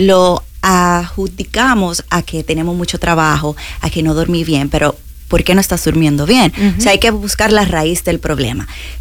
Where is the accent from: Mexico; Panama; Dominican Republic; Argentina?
Dominican Republic; moved away as an adult; now in Tampa, United States; Soy dominicana, tengo año y medio aquí en Tampa.